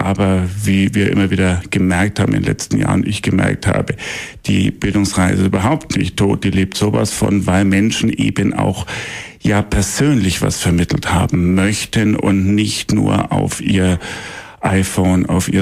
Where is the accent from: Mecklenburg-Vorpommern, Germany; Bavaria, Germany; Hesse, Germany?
Bavaria, Germany; Ich bin als Franke gerne hier heute in Weimar.